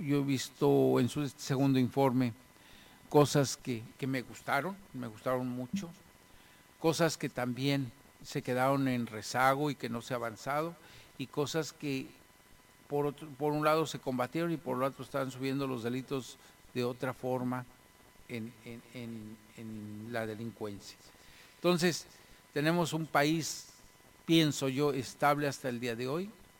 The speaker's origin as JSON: {"language": "Spanish", "country": "Mexico", "said": "tengamos mejores oportunidades como mexicanos y que nos vaya mejor en este país que tanto amamos y tanto queremos."}